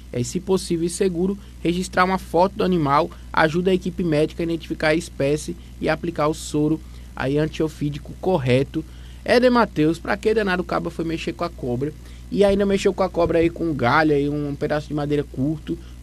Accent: São Paulo, Brazil; now in Toritama, Brazil; Eu fui criado em São Paulo

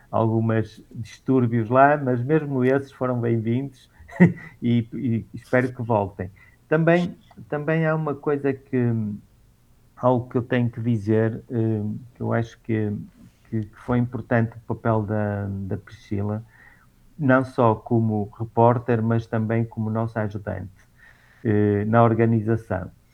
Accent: Portugal; Nós não poderíamos, como bons portugueses e bons irmãos que somos

